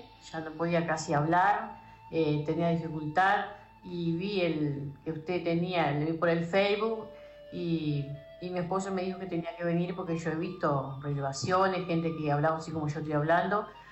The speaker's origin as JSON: {"language": "Spanish", "town": "Villa Constitución", "region": "Santa Fe", "country": "Argentina", "said": "Soy de Constitución, Villa Constitución de Elsa Cáceres."}